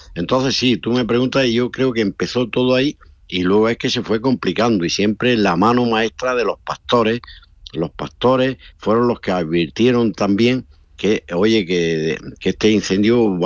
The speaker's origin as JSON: {"language": "Spanish", "town": "Carrizalejo", "region": "Andalusia", "country": "Spain", "tie": "born or raised there", "said": "hay un incendio en mi pueblo, entre Los Gallardos y Sorba, que es el pueblo, Carrizalejo, toda la zona esta, ¿no?"}